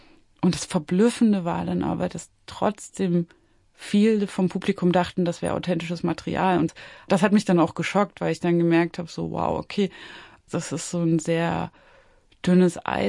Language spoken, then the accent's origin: German; Zwickau, Saxony, Germany; Also das, was ich dachte, was Zwickau ist oder der Ort, wo ich aufgewachsen bin oder die Orte, die ich dachte zu kennen, die Menschen, die ich dachte zu kennen.